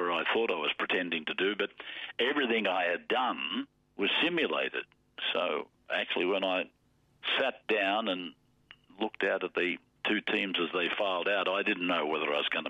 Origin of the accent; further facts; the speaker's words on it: Junee, New South Wales, Australia; So I left school when I was 14 and a half, and I went on the railway because my hometown, Junee, if you didn't work on the railway, you didn't have a job.